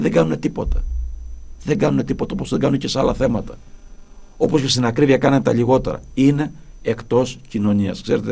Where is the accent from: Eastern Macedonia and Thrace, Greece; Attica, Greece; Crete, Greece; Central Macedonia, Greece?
Crete, Greece; Εγώ δεσμεύομαι εδώ από τον τόπο μου, από την πατρίδα μου